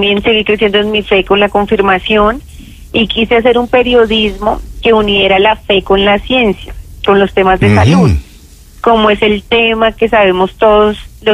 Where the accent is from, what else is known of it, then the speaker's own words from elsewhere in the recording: Bogotá, Colombia; born there; yo soy una joven colombo-peruana. Mi mamá es peruana, mi papá colombiano. Nací en Bogotá. Soy una persona que nació en un hogar de mucha fe, de mucha fe en Dios, en la Virgen, un hogar católico cristiano